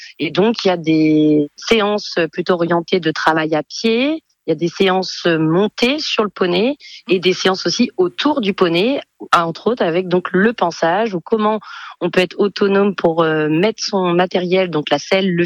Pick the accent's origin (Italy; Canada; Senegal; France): France; Yvetot, Normandy; je suis issue du Poney Club, j'ai grandi à Lettré-de-Mézerville à Yvetot